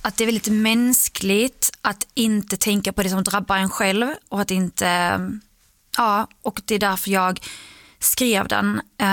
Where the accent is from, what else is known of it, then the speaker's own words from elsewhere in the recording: Skåne, Sweden; moved away as an adult; also born or lived in Iraq; now in Stockholm, Sweden; Jag känner ju mer att jag är från Skåne. Alltså, Skåne har ju format mig mer än vad Irak har format mig.